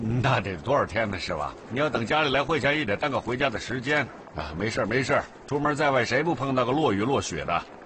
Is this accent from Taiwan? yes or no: no; Wenzhou, Zhejiang, China; 啊，土生土长温州人